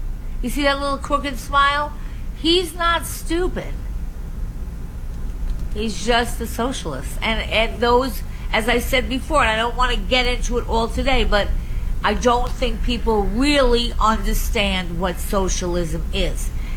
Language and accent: English; New York, United States; I'm from Nassau County originally, and he did a great job in Nassau County.